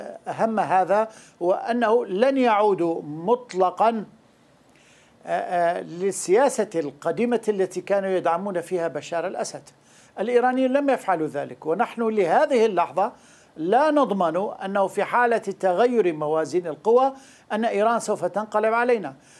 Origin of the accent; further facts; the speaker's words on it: Syria; فنحن جاهزون كسوريين